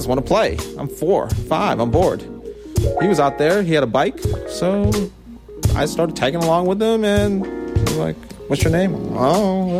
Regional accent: Maryland, United States; Because I grew up in Maryland.

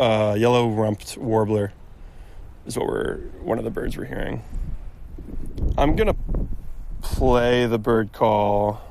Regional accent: Potsdam, New York, United States; I'm local, born and raised in Potsdam.

